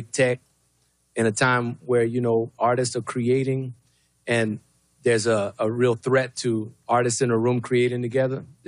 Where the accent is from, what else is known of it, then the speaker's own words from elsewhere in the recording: Louisiana, United States; I'm from Louisiana. You know, my grandfather, he grew up in Creole Cajun country.